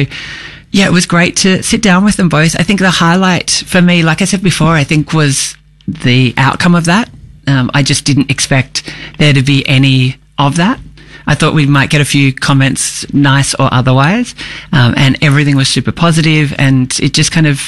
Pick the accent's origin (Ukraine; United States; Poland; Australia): Australia; Melbourne, Victoria; I grew up in Melbourne, and I am 48. So I have had quite some time finding my way to who I am. But always been in Melbourne.